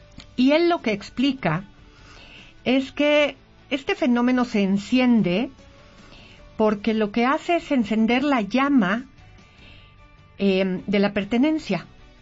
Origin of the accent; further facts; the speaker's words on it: Mexico; todas las porras que nos llegan a unir como mexicanos.